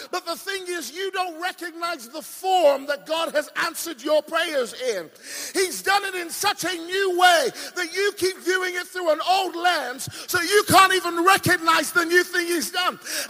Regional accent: England, United Kingdom; When I was younger, and I tell this story everywhere I go, I was brought up in Nigeria in England. Wow. Now, many of you don't know there's a Nigeria in England.

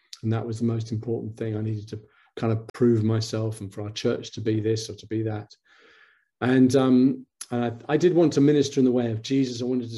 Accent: London, United Kingdom; I grew up in London. I still am a Londoner, but South London was a bit edgy when I was growing up

